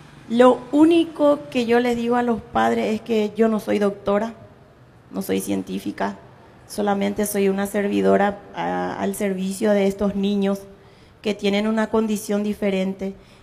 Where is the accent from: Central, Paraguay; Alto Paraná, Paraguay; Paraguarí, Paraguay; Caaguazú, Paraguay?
Caaguazú, Paraguay; yo estoy muy orgullosa de la ciudad de Caaguazú. Yo soy parte de Caaguazú, nací, vivo aquí